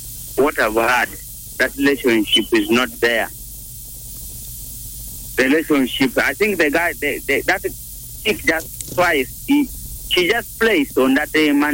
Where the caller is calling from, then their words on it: Uganda; West Corner, Moyenga.